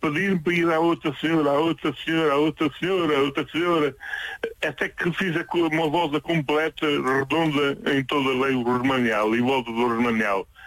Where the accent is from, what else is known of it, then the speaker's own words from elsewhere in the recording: Mata, Centro, Portugal; born there; Eu nasci na Mata, é uma aldeia perto aqui de Castelo Branco, 17 quilómetros de Castelo Branco